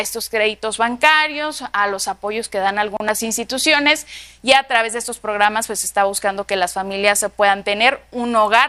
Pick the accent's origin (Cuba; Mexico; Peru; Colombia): Mexico; nosotros como mexicanos